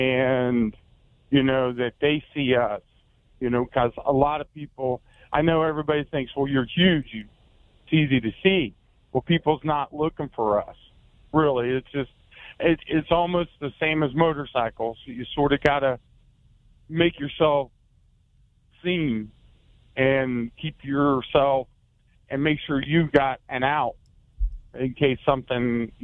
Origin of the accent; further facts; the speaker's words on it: Grove City, Ohio, United States; now in Charleston, United States; I grew up in Ohio, Grove City, Ohio.